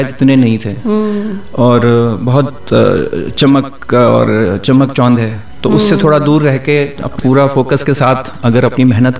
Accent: Kanpur, Uttar Pradesh, India; moved away as an adult; also born or lived in Delhi / Ahmedabad, Gujarat / Lucknow; now in Belagavi, India; मेरा जन्म यूपी उत्तर प्रदेश में हुआ था और मेरी पढ़ाई 12th क्लास तक उत्तर प्रदेश में ही हुई है, कानपुर में।

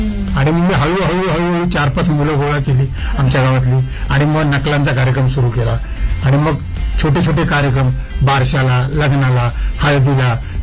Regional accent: Mumbai, Maharashtra, India; मी आधी मुंबईत राहायचो. Okay. वरील कोळीवाडा हे माझं गाव आणि कोळीवाडा म्हटलं की संपूर्ण कोळ्यांचं गाव येते.

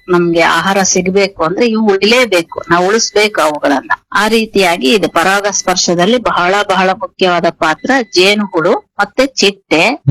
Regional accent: Kolar, Karnataka, India; ನಮ್ಮ ಕೋಲಾರದಲ್ಲಿ

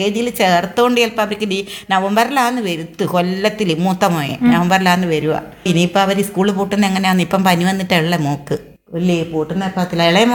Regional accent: Pandalam, Kerala, India; now in Kannur, India; എന്റെ സ്വന്തം നാട് പന്തള വന്ന. നമ്മൾ പത്തനംതിട്ട ജില്ലക്കാരാ.

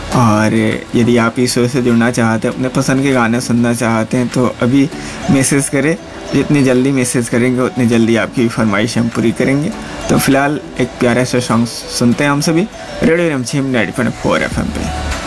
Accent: Ganesh Sthan, Bihar, India; मैं बिहार के गोपालगंज ज़िले के गणेश स्थान गाँव के रहने वाली हूँ

